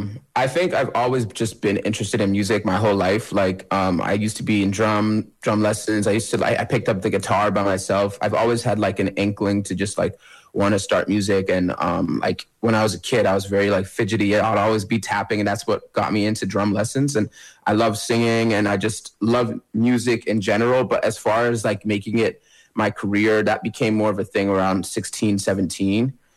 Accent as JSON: {"language": "English", "town": "Edmonton", "region": "Alberta", "country": "Canada", "tie": "born or raised there", "said": "growing up in Edmonton has kind of made us make music in a certain way."}